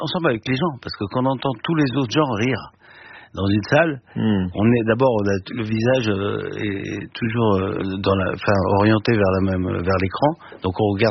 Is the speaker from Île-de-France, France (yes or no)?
yes; Île-de-France, France; notre banlieue où on a grandi, dans Val-de-Marne.